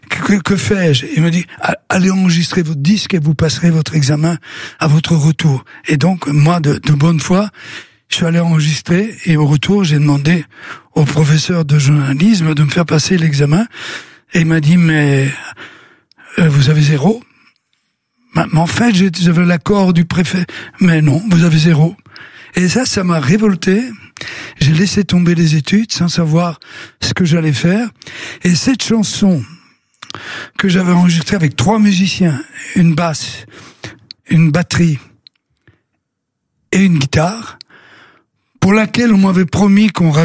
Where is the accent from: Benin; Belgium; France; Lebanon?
Belgium; parce que le directeur, chez nous en Belgique, s'appelait le préfet des études.